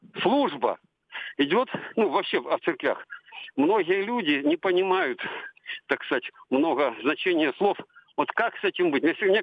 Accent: Crimea, Ukraine

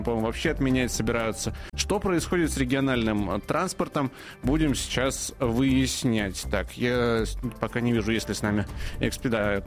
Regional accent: Moscow Oblast, Russia; я из Подмосковья на работу там тоже приезжаю

